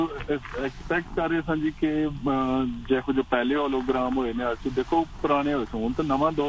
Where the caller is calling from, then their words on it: Pakistan; ਅਸੀਂ ਪਾਕਿਸਤਾਨ ਤੋਂ